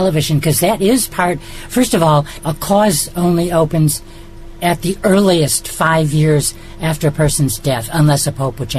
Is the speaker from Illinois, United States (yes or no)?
yes; Illinois, United States; I'm from Illinois myself, not far away.